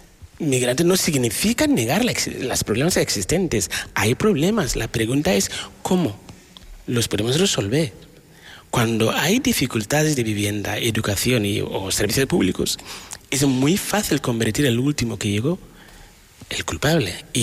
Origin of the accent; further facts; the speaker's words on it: Ghana; now in Spain; Yo puedo ser de Ghana y sentir España como mi casa